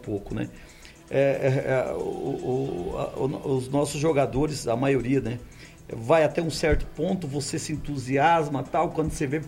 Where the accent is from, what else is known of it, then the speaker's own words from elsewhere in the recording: Brazil; eu sou brasileiro